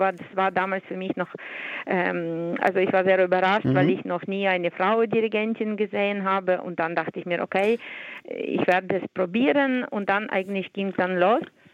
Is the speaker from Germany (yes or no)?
no; Ukraine; German is a second language; moved away; Ja, ich komme aus Ukraine, ich komme aus einer Musikerfamilie